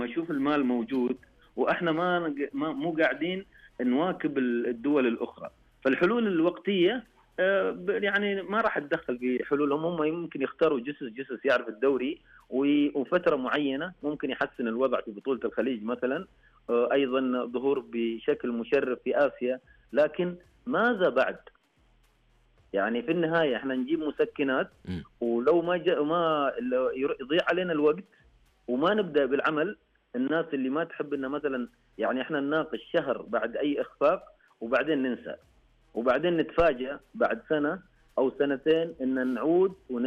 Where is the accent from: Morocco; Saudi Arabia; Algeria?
Saudi Arabia; انا كسعودي